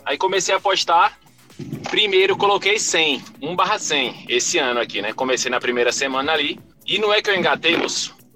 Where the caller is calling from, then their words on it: Barreiras, Bahia, Brazil; sou daqui de Barreiras, Bahia.